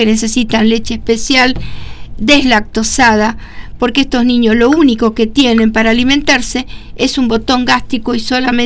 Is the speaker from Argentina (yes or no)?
yes; Argentina